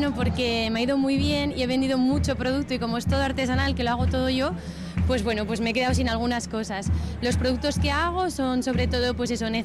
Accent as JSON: {"language": "Spanish", "town": "Vitoria-Gasteiz", "region": "Basque Country", "country": "Spain", "moved": "as an adult", "lives_now": "Milan, Italy", "said": "yo soy de Vitoria-Gasteiz, vivo entre Vitoria y Milán, aquí al lado."}